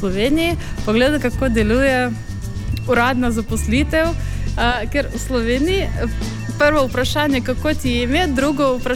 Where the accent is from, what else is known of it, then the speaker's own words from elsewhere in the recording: Ukraine; Slovenian is a second language; moved away as an adult; now in Slovenia; Koliko časa sem v Sloveniji od začetka, nisem srečala Slovenca, Slovenko, ki bi mi nekaj rekel grdega zaradi tega, da sem iz Ukrajine.